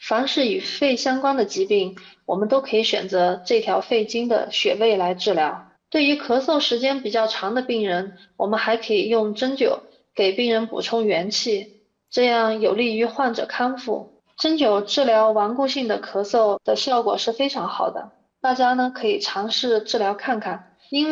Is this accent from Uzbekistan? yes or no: no; Yunnan, China; 我们云南人可是吃山珍长大的，